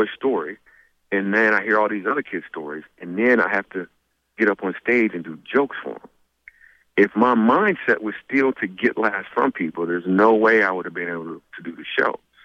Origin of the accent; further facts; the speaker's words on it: Grand Rapids, Michigan, United States; We grew up in Grand Rapids, Michigan.